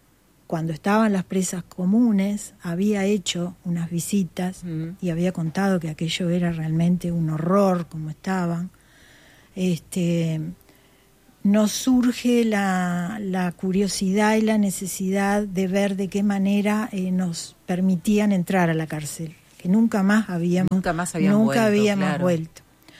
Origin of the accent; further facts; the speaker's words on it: Pando, Canelones, Uruguay; soy de la ciudad de Pando